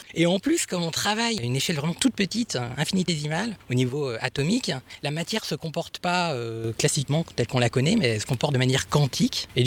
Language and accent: French; Béthisy-Saint-Pierre, Hauts-de-France, France; now in Japan; Du coup, moi je suis originaire de Béthisy-Saint-Pierre. Je suis resté ici jusqu'au bac que j'ai eu à Compiègne.